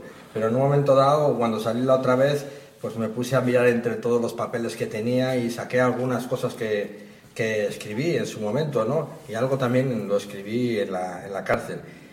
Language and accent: Spanish; León, Castile and León, Spain; moved away; also born or lived in Basque Country / Galicia; yo soy de León, nací en León y tengo mis recuerdos en León